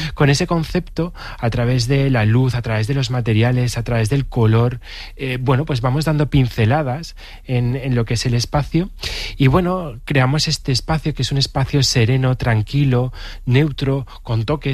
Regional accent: Valencian Community, Spain; tenemos grandísimos profesionales aquí en Valencia, en la Comunidad Valenciana

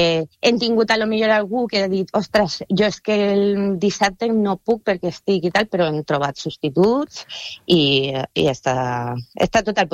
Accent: Gandia, Valencian Community, Spain; Esa il·lusió que a mi com a gandiana me fa l'inici de la Fira i Festes

